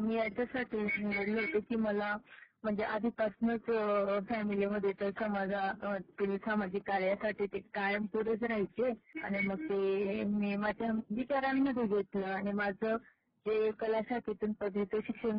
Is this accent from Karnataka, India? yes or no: no; Sakri, Maharashtra, India; मी खान्देशकडचे आहे. तर खान्देश मधील जिल्हा आहे तेथील साक्री तालुक्यातील मी आहे.